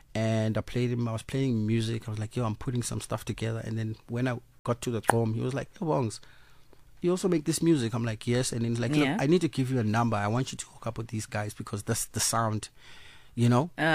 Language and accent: English; Cape Town, Western Cape, South Africa; Skomline is basically a nickname for my hometown.